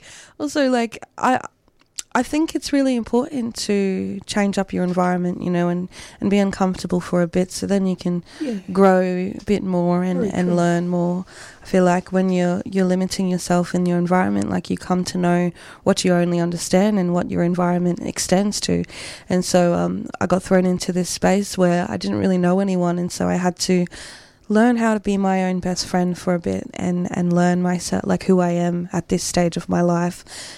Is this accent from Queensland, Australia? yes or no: yes; Brisbane, Queensland, Australia; also born or lived in Groote Eylandt, Northern Territory; Yeah, I grew up on Groot till I was about 6 and a half, and then I moved to Meanjin to Brisbane, and I went to schooling there.